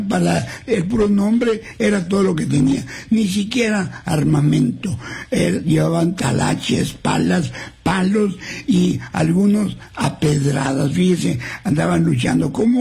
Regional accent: Monclova, Coahuila, Mexico; Yo soy de Monclova, y en el pueblo está Monclova, el pueblo y frontera. Son tres pueblos conurbados, ya también frontera es ciudad, pero todavía el pueblo sigue siendo nada más una villa.

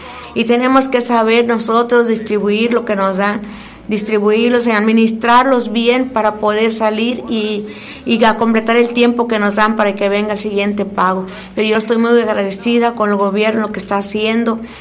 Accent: Ciudad Valles, San Luis Potosí, Mexico; moved away; Pero yo soy de aquí, hermanos, no crean que yo no soy de fuera. Yo soy de aquí, de Ciudad Valles, 100%, pero me salí.

